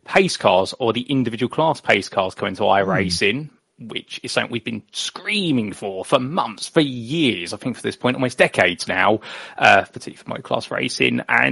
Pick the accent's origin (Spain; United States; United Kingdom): United Kingdom; born or raised there